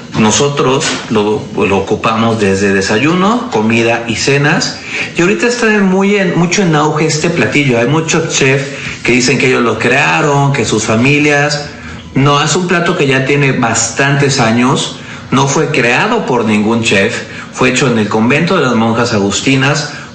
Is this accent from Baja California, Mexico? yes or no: no; Puebla, Mexico; los que somos poblanos sabemos perfectamente